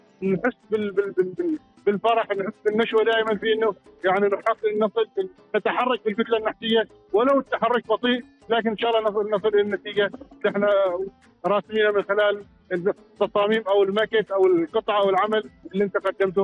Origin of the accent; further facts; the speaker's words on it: Oman; نحن كفنانين عمانيين